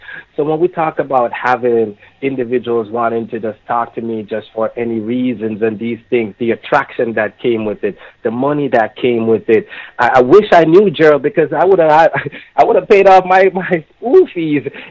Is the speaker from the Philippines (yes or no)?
no; Almond Town, Kingston, Jamaica; sing a song when I was growing up in Almondtown like this.